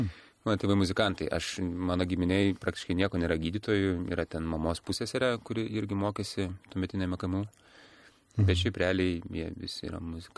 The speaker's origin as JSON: {"language": "Lithuanian", "town": "Aglonėnai", "region": "Klaipėda County", "country": "Lithuania", "tie": "born or raised there", "said": "ir aš augau Aglonėnuose. Aglonėnai, Klaipėdos rajonas, dabar priklauso ir tada priklausė Mažosios Lietuvos regionui"}